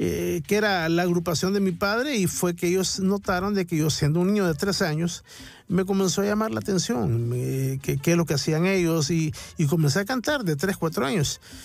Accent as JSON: {"language": "Spanish", "region": "San Miguel", "country": "El Salvador", "tie": "born there", "said": "Pues ellos se conocieron y en San Miguel, pues yo nací en San Miguel. Por eso es que siempre ustedes saben de que … es migueleño, ¿verdad?"}